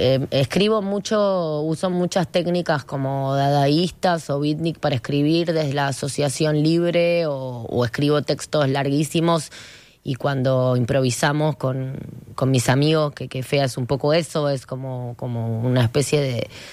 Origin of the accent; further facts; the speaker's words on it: Ituzaingó, Buenos Aires Province, Argentina; moved away as an adult; now in Buenos Aires, Argentina; soy ciudad de Buenos Aires total, pero me crié y mi mamá vive en una reserva ecológica en Ituzaingó, que se llama Parque Leloir.